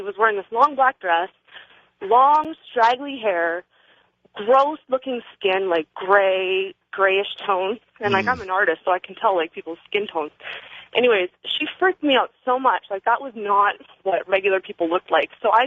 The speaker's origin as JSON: {"language": "English", "town": "Victoria", "region": "British Columbia", "country": "Canada", "moved": "as an adult", "lives_now": "Austin, United States", "said": "I am living in Austin, Texas right now. … And I am from Victoria, B.C., Canada, originally."}